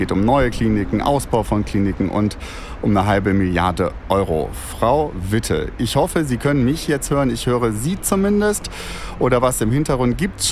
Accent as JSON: {"language": "German", "region": "Bremen", "country": "Germany", "tie": "born there", "said": "So, dreimal ist Bremer recht, sagt man in meiner Geburtsstadt Bremen."}